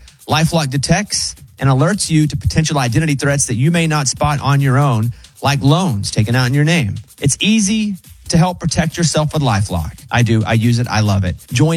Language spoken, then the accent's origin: English; the South, United States; accent: southern; Yeah, but it's still a southern accent.